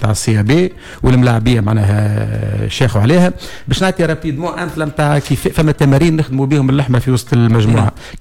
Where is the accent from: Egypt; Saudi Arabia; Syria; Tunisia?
Tunisia; Béja; نحب نعاونوا باجا خاطر ايكيب من من من حومتنا ومن جهتنا